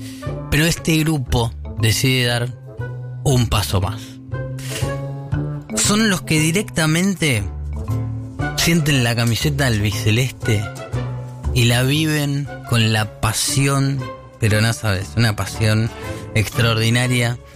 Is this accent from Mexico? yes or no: no; Argentina; somos recontra argentos.